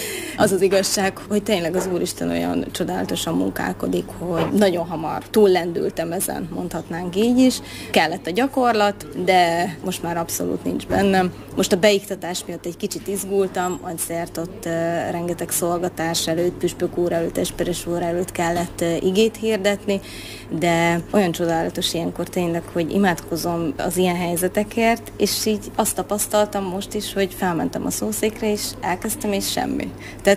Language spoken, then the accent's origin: Hungarian; Borsod-Abaúj-Zemplén, Hungary; moved away; mert én is egyébként falusi lány vagyok, Borsod megyéből származom egyébként